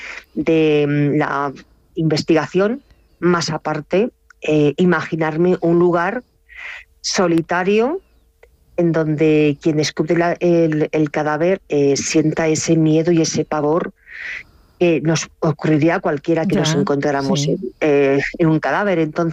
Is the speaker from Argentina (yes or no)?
no; Cuenca province, Castilla-La Mancha, Spain; el Canto del Grajo comenzó en mi pueblo, en mi pueblo lo conozco como la palma de mi mano, en tierras conquenses.